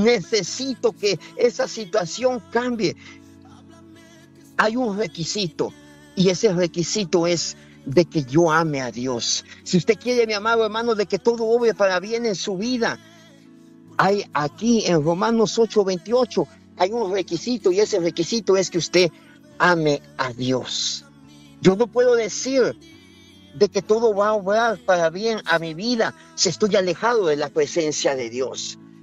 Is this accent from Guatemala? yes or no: yes; Guatemala; como decimos nosotros en Guatemala